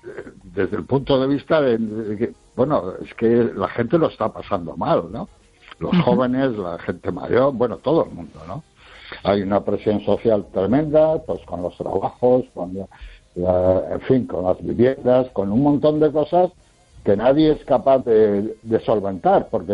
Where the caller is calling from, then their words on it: A Coruña, Galicia, Spain; De La Coruña.